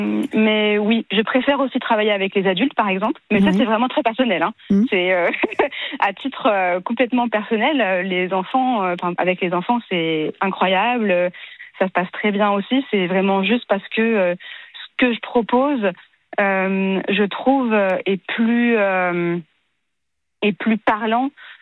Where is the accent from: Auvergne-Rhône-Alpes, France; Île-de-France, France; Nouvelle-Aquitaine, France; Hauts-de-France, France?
Île-de-France, France; Maisons-Laffitte; J'ai grandi à Maisons-Lafitte, en région parisienne